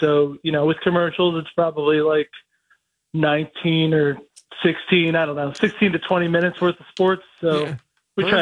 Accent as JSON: {"language": "English", "region": "East Coast", "country": "United States", "tie": "born or raised there", "moved": "yes", "lives_now": "Phoenix, Arizona, United States", "said": "And I grew up on the East Coast, and when I got out here and started playing, I was just mesmerized by the cactus and the mountains and the lakes."}